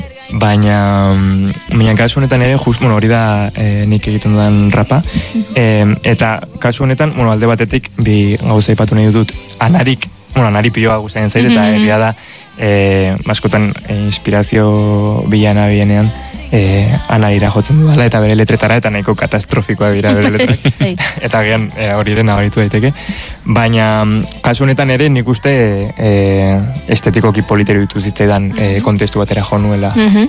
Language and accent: Basque; Pamplona, Navarre, Spain; ni Iruñekoa naiz, beti anik bizi izan naiz Iruñan